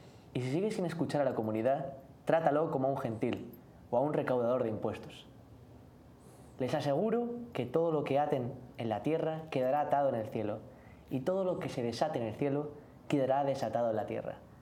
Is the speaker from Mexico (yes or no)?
no; Madrid, Community of Madrid, Spain; Soy de Madrid, de España, ahí de la comunidad de Schoenstatt